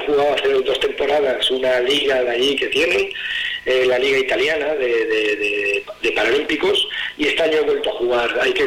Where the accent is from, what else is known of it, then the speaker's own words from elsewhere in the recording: Spain; Y como español, como yo, es mi doble.